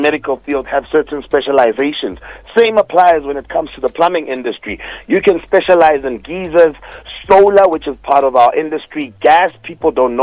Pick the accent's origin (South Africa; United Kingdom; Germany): South Africa; we come from a really sensitive history of South Africa